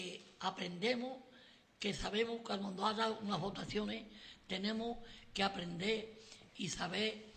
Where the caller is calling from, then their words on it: Andalusia, Spain; yo soy andaluz. Claro. Y español.